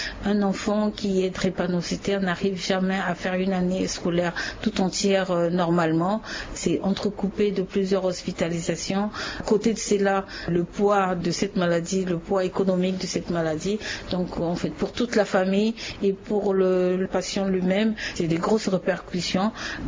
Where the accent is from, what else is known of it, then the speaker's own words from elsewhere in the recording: Central African Republic; la drépanocytose, en fait, chez nous, en Centrafrique, ça ne se guérit pas.